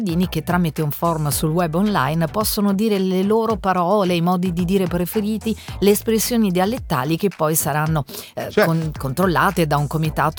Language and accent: Italian; Apulia, Italy; io sono pugliese